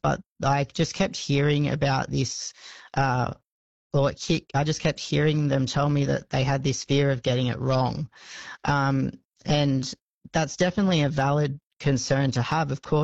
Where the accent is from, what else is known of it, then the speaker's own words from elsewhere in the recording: Newcastle, New South Wales, Australia; I'm an Aboriginal man born and raised on a Awabakal country in Newcastle, New South Wales.